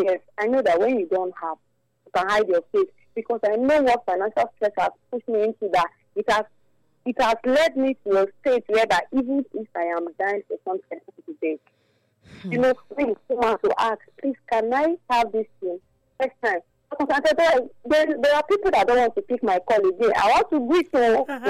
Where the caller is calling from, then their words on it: Nigeria; From Urama.